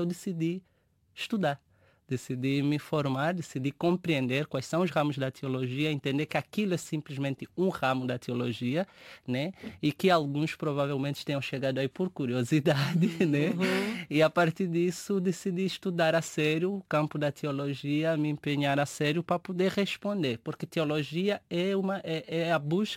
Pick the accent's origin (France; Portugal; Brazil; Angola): Angola; Angola, né? Eu sou angolano